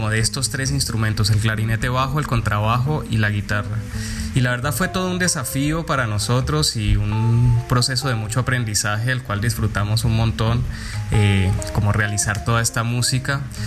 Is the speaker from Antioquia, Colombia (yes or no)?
no; Cali, Valle del Cauca, Colombia; moved away as an adult; now in Buenos Aires, Argentina; soy un guitarrista y compositor, soy de Colombia, de la ciudad de Cali, pero bueno, hace aproximadamente 15 años vivo felizmente acá en la República Argentina, especialmente en Buenos Aires, una ciudad que me atrajo mucho por su desarrollo cultural.